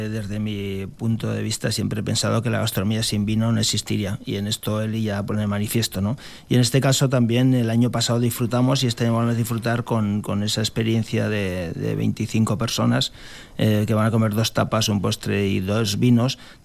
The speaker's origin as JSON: {"language": "Spanish", "town": "Ponzano", "region": "Aragon", "country": "Spain", "said": "yo soy del Somontano, yo soy de Ponzano, entonces para mí el Somontano es mi casa, ¿no?"}